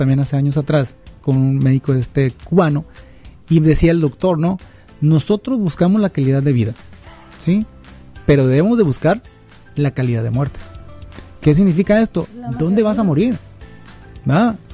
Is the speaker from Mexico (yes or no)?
yes; Mexico; Me empieza a doler el pecho, ahorita se me va a quitar, como buen mexicano, me tomo un paracetamol y al rato se me quita.